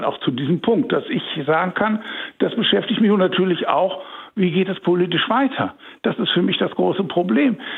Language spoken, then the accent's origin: German; West Germany, Germany; ich bin Bundesbürger, ich bin am Westen aufgewachsen, aber ich habe weitläufig Verwandte in der DDR gehabt und ich war sehr oft auch in der DDR.